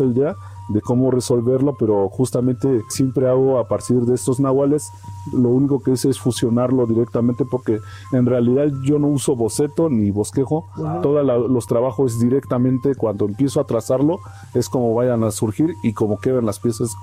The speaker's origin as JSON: {"language": "Spanish", "region": "Oaxaca", "country": "Mexico", "first_language": "Mazatec", "second_language": "Spanish"}